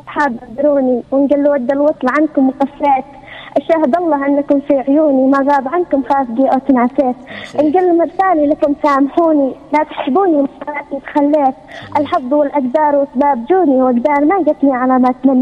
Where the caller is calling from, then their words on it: Raymah, Yemen; سلامي على ريمه دياري وقريتي وسكانها كامل